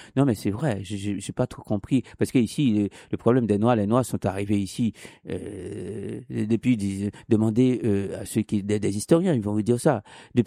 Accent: Haiti; now in Canada; C'est exactement ça, je suis haïtien. Ouais, j'adore mon pays. Et j'adore mon pays d'adoption aussi, qui est le Canada. J'adore la province dans laquelle je suis, le Québec.

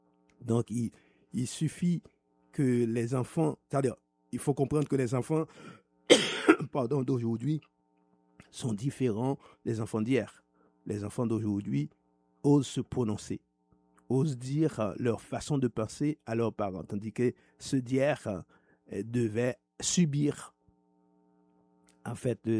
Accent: Haiti; Si un pays que je devais aimer, c'est Haïti, puisque je suis haïtien. Okay? Ça, je n'ai pas besoin de le dire. En m'entendant parler, vous savez tous que je suis haïtien.

